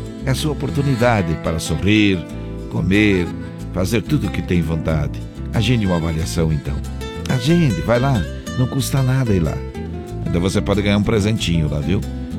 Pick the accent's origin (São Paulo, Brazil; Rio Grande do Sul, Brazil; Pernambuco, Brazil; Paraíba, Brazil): Rio Grande do Sul, Brazil; São Valentim; also born or lived in Rodeio Bonito; ela retrata uma região de onde eu nasci. Eu nasci Rodeio Bonito, daí vim morar no interior de São Valentim, na costa do Rio Passo Fundo, ali para a região do Faxinalzinho.